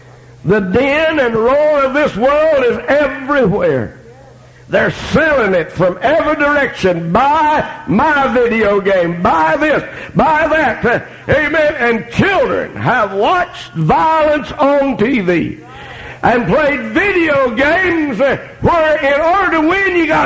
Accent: Arkansas, United States; Jonesboro, Arkansas is 100 miles from my hometown. It's over halfway between Mammoth Spring and Memphis.

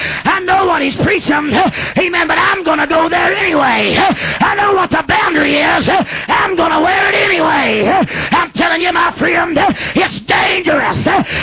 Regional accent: Oklahoma, United States; back home, Oklahoma

